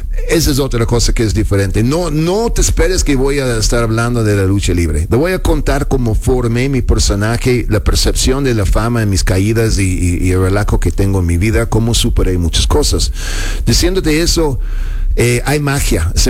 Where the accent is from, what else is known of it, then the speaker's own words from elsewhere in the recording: Mexico City, Mexico; Soy chilango con acento, pues yo qué hago, ¿no?